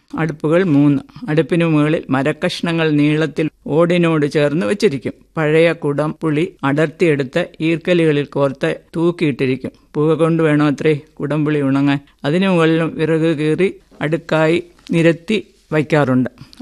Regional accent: Pathanamthitta, Kerala, India; now in Thiruvananthapuram, India; കോവിലാറും ചുട്ടിപ്പാറയെന്ന വലിയ പാറമലയും റോഡും പാലവും ഒക്കെയുള്ള ടൗണിനോട് ചേർന്നുള്ള പത്തനംതിട്ട എന്ന സ്ഥലത്താണ് ഞാൻ ജനിച്ചു വളർന്നത്.

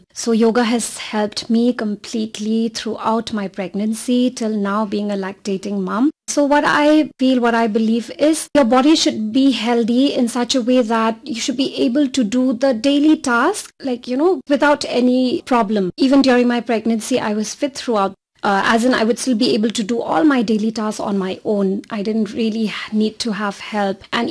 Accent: Shillong, Meghalaya, India; moved away as an adult; also born or lived in Chennai; now in Shillong, India; And since I'm from Shillong, there's always been an urge to just come back home

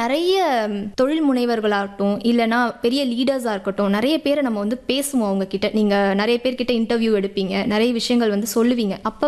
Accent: Puducherry, India; born there; என்னோட தாய்மொழி தமிழ் தான்.

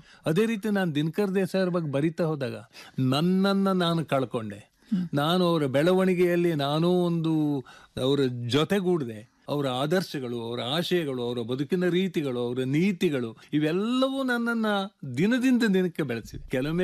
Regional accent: Uttara Kannada district, Karnataka, India; ನಮ್ದು ಉತ್ತರ ಕನ್ನಡ ಜಿಲ್ಲೆ ಅಲ್ರ, ನಮ್ದು ಉತ್ತರ ಕನ್ನಡ ಜಿಲ್ಲೆ ಅದು.

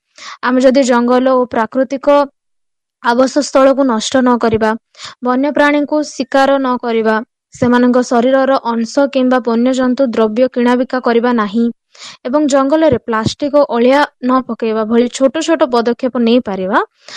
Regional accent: Jeypore, Odisha, India; ଓ ମୁଁ ଜୟପୁରରୁ ବିଲଙ୍ଗ କରୁଛି।

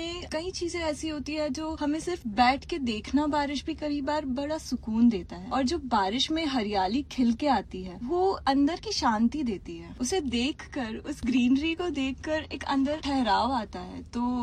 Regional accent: Indore, Madhya Pradesh, India; मैं इंदौर से हूँ और मैं गूगल एड्स में काम करती हूँ।

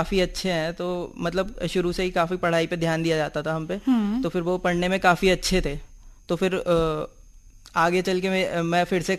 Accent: Najibabad, Uttar Pradesh, India; मैं नजीबाबाद शहर, जो कि डिस्ट्रिक्ट बिजनौर में लोकेटेड रहता है, उत्तर प्रदेश के एक छोटे से शहर का रहने वाला हूँ।

